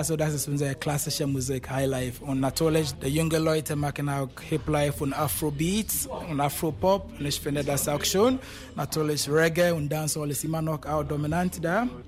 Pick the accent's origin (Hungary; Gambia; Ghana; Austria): Ghana; German is a second language; moved away as an adult; now in Germany; Ich komme aus Ghana, ja, aber ich wohne jetzt seit 10 Jahren in Deutschland.